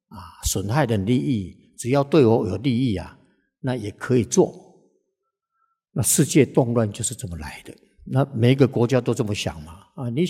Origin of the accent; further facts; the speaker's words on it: Taiwan; 替我们台湾的人民修福啊